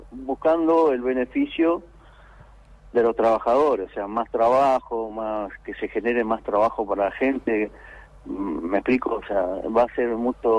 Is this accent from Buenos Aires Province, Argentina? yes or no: no; Chubut, Argentina; yo soy de Chubut y lucho por Chubut